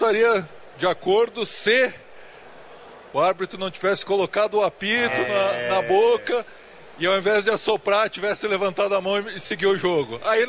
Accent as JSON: {"language": "Portuguese", "town": "Caxias do Sul", "region": "Rio Grande do Sul", "country": "Brazil", "tie": "born or raised there", "said": "Sou de Caxias do Sul, natural de Caxias do Sul, e sou do Juventude."}